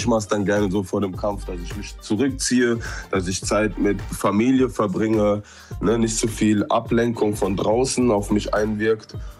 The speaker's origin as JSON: {"language": "German", "town": "Hanau", "region": "Hesse", "country": "Germany", "tie": "born or raised there", "said": "wir sind alle drei hier zusammen aufgewachsen in Hanau. Wir haben gar nicht so große Altersunterschiede. Ja, der Älteste ist 97er Baujahr, der andere 98er. Und dann komme ich zum Schluss mit 2001."}